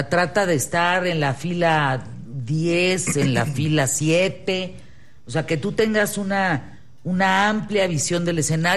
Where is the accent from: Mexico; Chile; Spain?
Mexico; Chihuahua; Chihuahua, el país. Chihuahua, mi tierra.